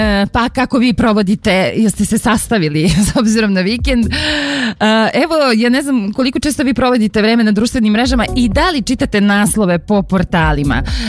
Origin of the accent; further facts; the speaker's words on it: Montenegro; kod nas u Crnoj Gori mi se vodimo onom starom dobrom izrekom